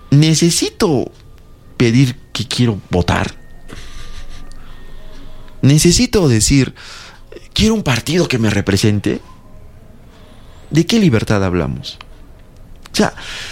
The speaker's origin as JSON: {"language": "Spanish", "country": "Peru"}